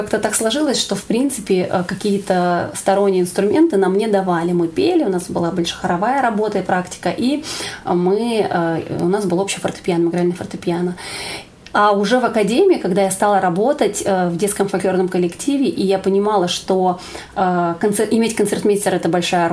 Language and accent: Russian; Irkutsk, Irkutsk Oblast, Russia; moved away as an adult; now in Central Russia; Я родилась в городе Иркутске, в Иркутской области. Там я жила, получала образование, начальное образование, музыкальное образование.